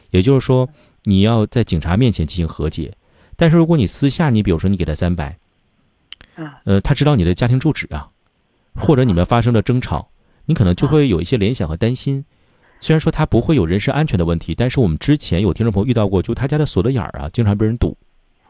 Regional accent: Northeast China, China; 咱们东北话就是比较损

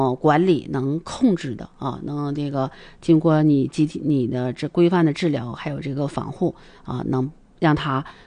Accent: Northeast China, China; 尤其我们北方人，我们东北人就是说不太擅长吃海鲜

